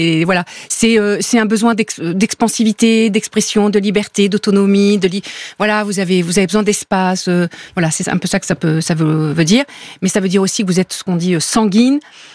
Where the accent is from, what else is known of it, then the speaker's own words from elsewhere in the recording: France; je précise que je suis française et que je fais une écriture étrangère.